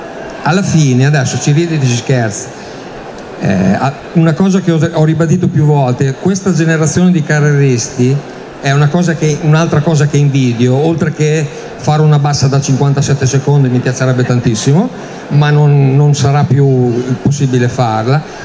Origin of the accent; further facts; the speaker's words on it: Castel San Pietro Terme, Emilia-Romagna, Italy; forse siamo un po' presuntuosi qua a Castello.